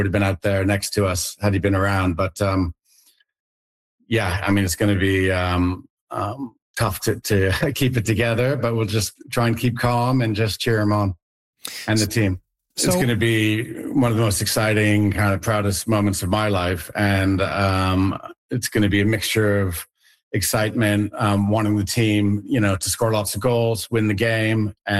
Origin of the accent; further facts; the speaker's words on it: Canada; it's going to be very emotional as a Canadian to go back.